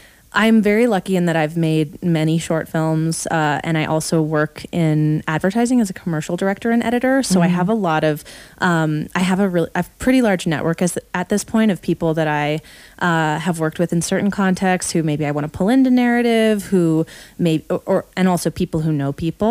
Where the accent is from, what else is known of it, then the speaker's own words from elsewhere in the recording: San Diego, California, United States; moved away as an adult; also born or lived in New York City; I grew up in San Diego, and I didn't really have a film community.